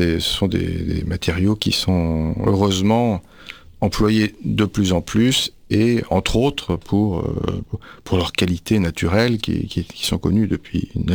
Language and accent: French; France